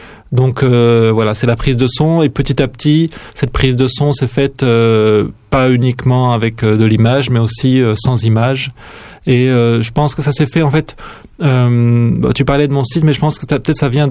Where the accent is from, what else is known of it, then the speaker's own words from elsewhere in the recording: Narbonne, Occitanie, France; moved away; c'est pas très loin de l'endroit où j'ai grandi, donc qui est à Narbonne, donc à quelques heures de train d'ici.